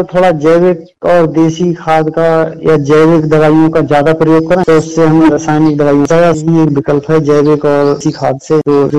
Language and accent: Hindi; Bhula Nabipur, Uttar Pradesh, India; मेरा गांव पड़ता है भूला नबीपुर ब्लॉक बहेड़ी में, तहसील बहेड़ी जिला बरेली।